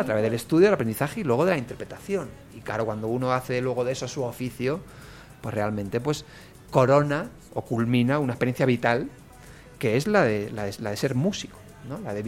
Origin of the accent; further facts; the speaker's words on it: Colombia; Yo soy colombiano, parcero. Soy un poco parcero, pero rolo como tal, no, yo soy de todas partes. Yo soy paisa, yo soy rolo, yo soy costeño.